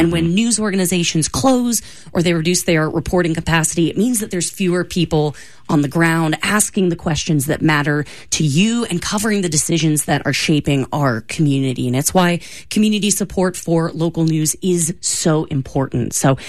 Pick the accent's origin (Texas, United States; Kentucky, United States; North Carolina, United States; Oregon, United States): North Carolina, United States; Charlotte; we are both from Charlotte, North Carolina.